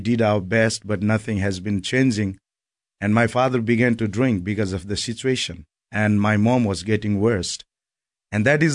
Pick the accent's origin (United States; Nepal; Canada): Nepal; English is a second language; from Nepal. And God has been doing a marvelous work right now. And I was grown up in a Hindu family where we worship 3,300 million God, more than our population.